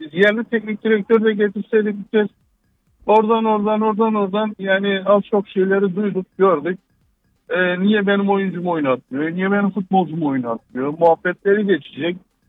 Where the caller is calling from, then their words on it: Gaziantep, Turkey; Gaziantep'ten